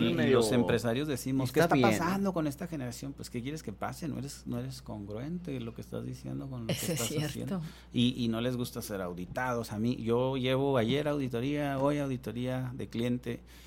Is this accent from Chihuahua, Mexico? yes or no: yes; Ciudad Juárez, Chihuahua, Mexico; ¿de dónde eres? De Juárez, ¿quieres a Juárez? Con todo el corazón.